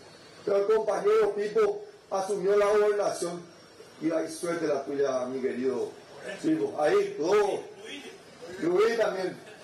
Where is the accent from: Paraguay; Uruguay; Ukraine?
Paraguay